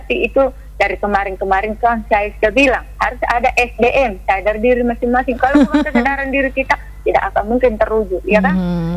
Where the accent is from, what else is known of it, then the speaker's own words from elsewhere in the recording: Makassar, South Sulawesi, Indonesia; Contoh dari saya dari Kota Daeng kok ke sini, alhamdulillah subur tanamanku.